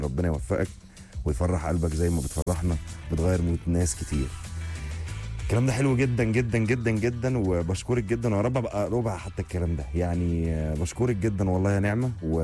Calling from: Alexandria, Alexandria Governorate, Egypt; من اسكندريه، مساء الخير يا يوسف.

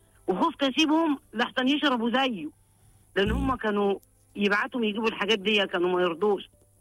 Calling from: Upper Egypt, Egypt; accent: Sa'idi; انا صعيدة.

